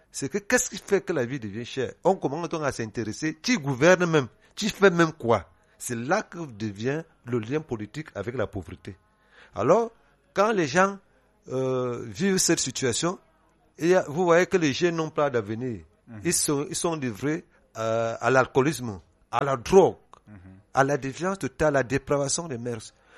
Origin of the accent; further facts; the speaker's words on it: Cameroon; moved away; comme je suis de Milaba